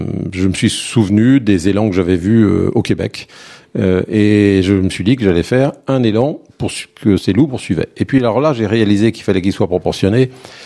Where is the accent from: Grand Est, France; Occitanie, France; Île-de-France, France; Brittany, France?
Brittany, France; Rennes; born or raised there